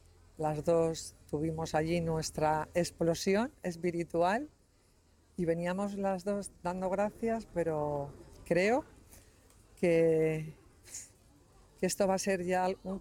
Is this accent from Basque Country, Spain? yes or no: no; Madrid, Community of Madrid, Spain; Vengo de Madrid, España. Es mi segunda vez en Medjugorje.